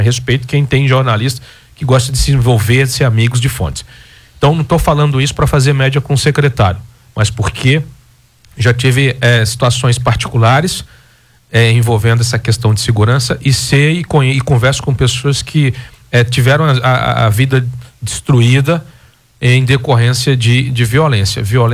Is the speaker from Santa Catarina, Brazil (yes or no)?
no; Maceió, Alagoas, Brazil; Eu sou, como todo mundo sabe, eu sou de Maceió.